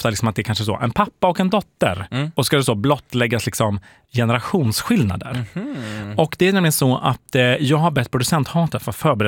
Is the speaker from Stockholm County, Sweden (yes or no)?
yes; Stockholm, Stockholm County, Sweden; now in Malmö, Sweden; Jag är uppvuxen i Stockholm.